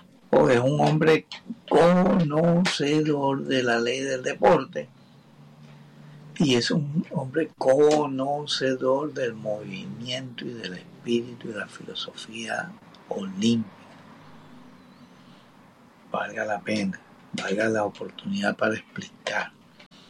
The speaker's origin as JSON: {"language": "Spanish", "country": "Ecuador", "said": "así lo queremos como ecuatorianos"}